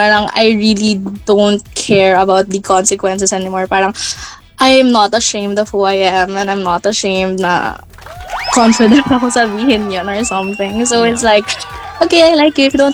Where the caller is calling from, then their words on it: Quezon City, Metro Manila, Philippines; I'm from Fairview.